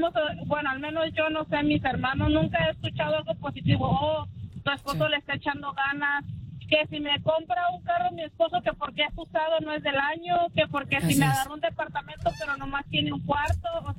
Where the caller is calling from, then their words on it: Loma Linda, California, United States; yo vivo en la ciudad de Loma Linda